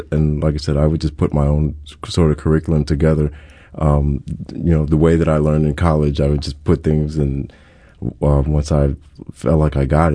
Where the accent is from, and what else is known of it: Hawaii, United States